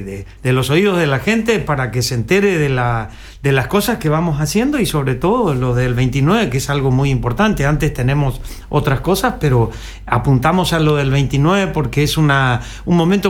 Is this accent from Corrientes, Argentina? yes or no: yes; Corrientes, Argentina; nosotros los correntinos